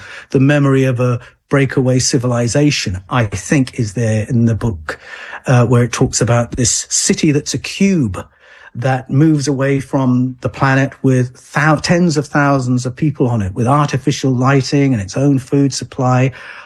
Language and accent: English; United Kingdom; So, I mean, I grew up in Britain, and Great Britain had the experience of invading other people's countries